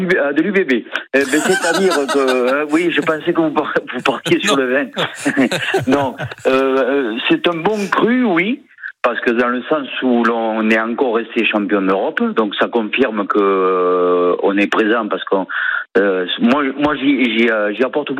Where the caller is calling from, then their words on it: Saint-Estèphe, Nouvelle-Aquitaine, France; Je vous appelle de Saint-Estèphe, dans le Médoc.